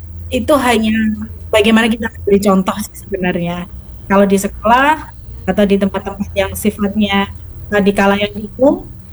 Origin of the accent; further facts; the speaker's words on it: Java, Indonesia; kita orang Jawa